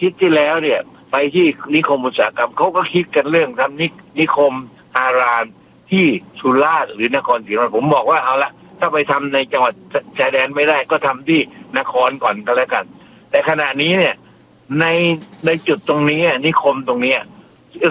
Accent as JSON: {"language": "Thai", "region": "Southern Thailand", "country": "Thailand", "said": "ผมเนี่ยเป็นคนใต้คนตะลง"}